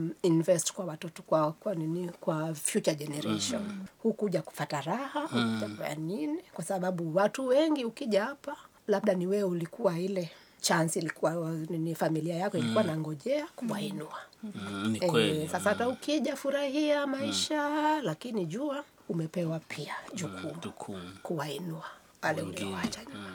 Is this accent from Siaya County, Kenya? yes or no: yes; Bondo, Siaya County, Kenya; now in Nairobi, Kenya; Sasa mimi saizi naishi Nairobi.